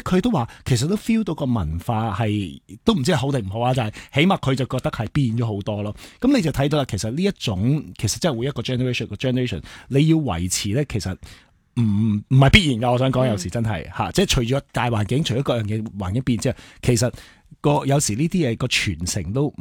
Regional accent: Hong Kong; 我们是香港人

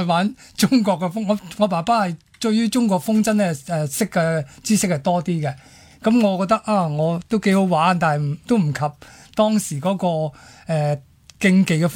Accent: Hong Kong; 由於我哋係香港人啊嘛，我中西都識，

